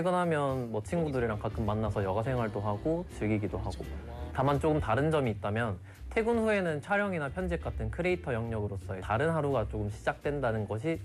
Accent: Busan, South Korea; 아무래도 이 부산에서 태어나고 자라서 그런지 부산에 대한 애정이 굉장히 큰 편인데

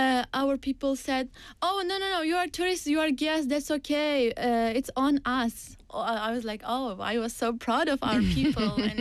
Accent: Navoiy, Navoiy Region, Uzbekistan; English is a second language; Well, I'm from Uzbekistan, born in a big city called Navoiy.

